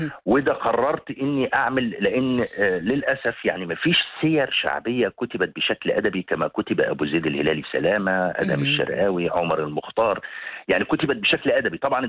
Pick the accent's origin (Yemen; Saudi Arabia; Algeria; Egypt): Egypt; moved away as an adult; now in Morocco; لما عملت يوميات صحفي مصر في المغرب